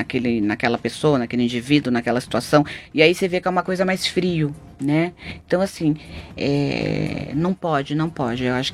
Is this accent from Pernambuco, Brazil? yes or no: no; Ilhabela, São Paulo, Brazil; eu fui criada na Ilha Bela, né? Então, assim, fui criada com a natureza.